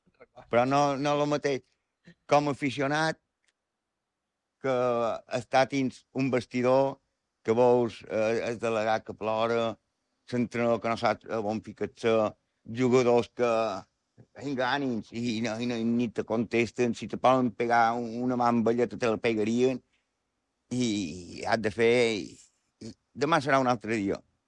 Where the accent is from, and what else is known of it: Petra, Balearic Islands, Spain; born there